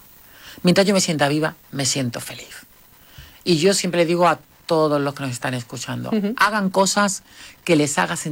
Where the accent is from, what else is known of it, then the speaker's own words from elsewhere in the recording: Morón de la Frontera, Andalusia, Spain; Yo estoy muy orgullosa de ser de Morón. Estoy muy orgullosa de mi gente. Estoy muy orgullosa de mi pueblo. Estoy muy orgullosa de que me digan que soy del pueblo del Gallo.